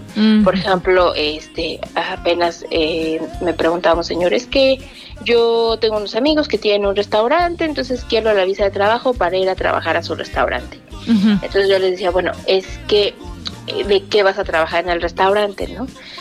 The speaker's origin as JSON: {"language": "Spanish", "country": "Mexico"}